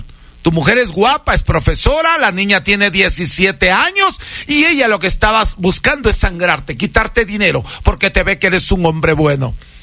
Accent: Huancabamba, Piura, Peru; now in Salcedo, Ecuador; Yo soy peruano, huancabambino, hijo de padres curanderos.

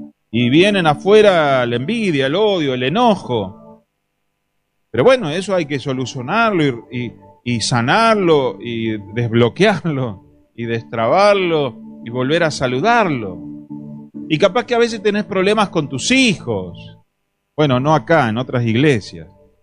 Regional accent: Argentina; Está bien que somos argentinos y creemos que somos los mejores

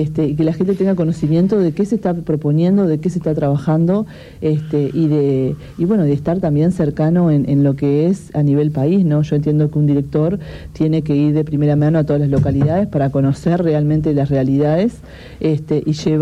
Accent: Colonia, Uruguay; Yo soy de Colonia

